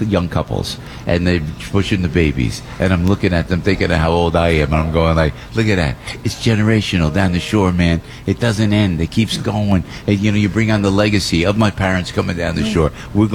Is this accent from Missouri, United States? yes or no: no; Passaic, New Jersey, United States; born there; Is that on Passaic? I was born in Passaic.